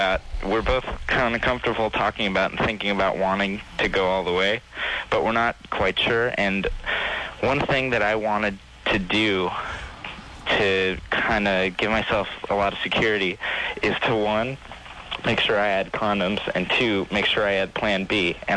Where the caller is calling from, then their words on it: Reseda, California, United States; I'm calling from San Fernando Valley.